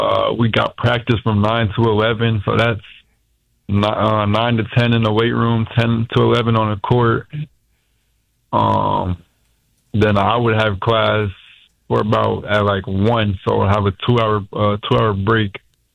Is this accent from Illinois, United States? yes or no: yes; Illinois, United States; Just being from Illinois, wanting to represent my home state.